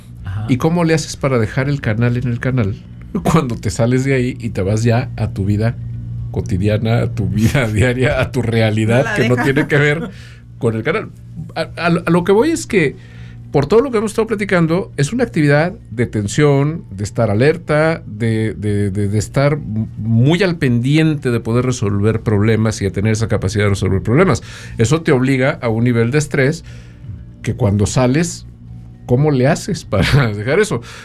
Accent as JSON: {"language": "Spanish", "region": "San Luis Potosí", "country": "Mexico", "said": "yo soy muy potosino"}